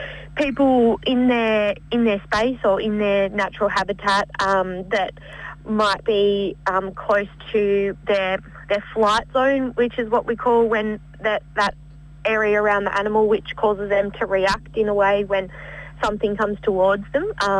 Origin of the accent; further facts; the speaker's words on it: New South Wales, Australia; now in Albury, Australia; that's my hometown, or home locality would be best to call it, probably.